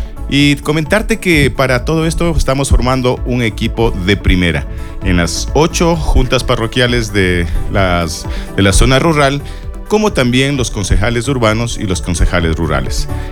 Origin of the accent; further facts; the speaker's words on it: Quiroga, Imbabura, Ecuador; Cuando me preguntaban de dónde eres, decía de Quiroga